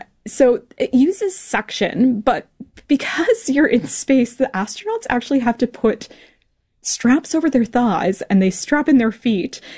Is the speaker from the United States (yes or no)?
no; Canada; now in New Zealand; So I live in New Zealand. I'm originally from Canada.